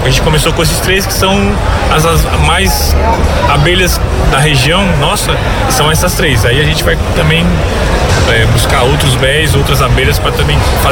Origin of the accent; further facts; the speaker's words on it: Santa Catarina, Brazil; A gente é de Sara, exatamente. Capital catarinense do mel.